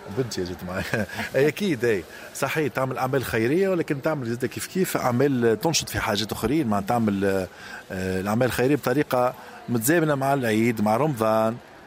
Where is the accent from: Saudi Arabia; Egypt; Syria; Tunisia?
Tunisia; moved away as an adult; now in France; تربينا كل في تونس وعندنا حنين كبير لتونس